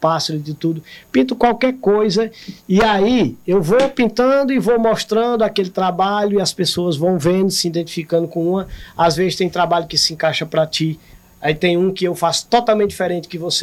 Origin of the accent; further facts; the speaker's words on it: Morada Nova, Ceará, Brazil; now in Fortaleza, Brazil; Eu sou de lá do sertão, né? Eu sou de Morada Nova e a cultura do vaqueiro e a cultura daquela... pessoal do interior